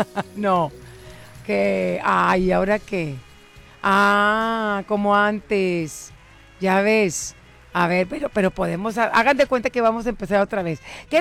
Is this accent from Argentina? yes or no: no; Mexico; esto es de las pocas cosas que nos une como mexicanos.